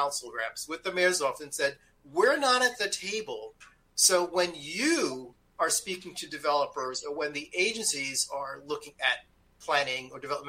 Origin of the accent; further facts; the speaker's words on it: New York City, New York, United States; I was from that community. I grew up in East Harlem. My mother and father were born in Central Harlem, although my mother at a very young age moved to the Caribbean, but she came back.